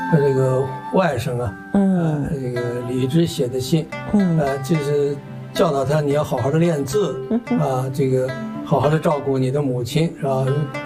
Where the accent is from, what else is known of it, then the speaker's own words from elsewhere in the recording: Beijing, China; born there; 所以我在北京出生，